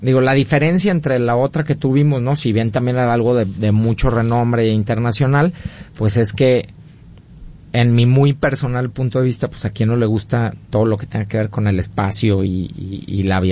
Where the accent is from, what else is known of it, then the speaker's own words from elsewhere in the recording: Mexico; como buenos mexicanos que somos